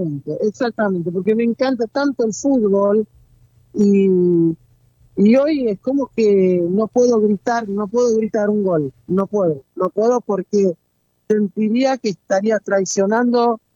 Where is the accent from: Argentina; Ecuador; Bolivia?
Argentina; No, siempre. Soy argentino.